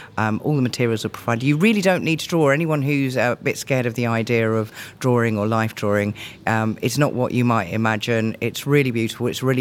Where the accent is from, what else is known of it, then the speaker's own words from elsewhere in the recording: Redhill, South East England, United Kingdom; I grew up in Redhill, but most of my work takes place in London and at festivals.